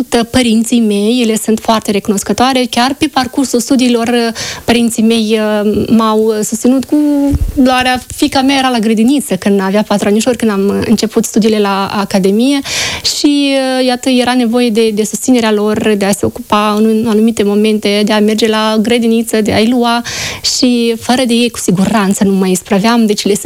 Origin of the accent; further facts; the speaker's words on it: Chișinău, Moldova; also born or lived in Peciște, Rezina District; Ei sunt curădăcinile din satul Peciște, raionul Rezina. Eu m-am născut în Chișinău. Aici mi-am petrecut și copilăria, și studiile, dar, desigur, copilăria mea nu a fost lipsită de viața de la țară.